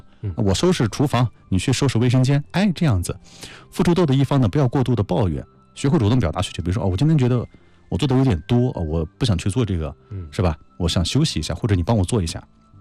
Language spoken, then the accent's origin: Chinese; China; 我们中国人的语言相当的优美啊。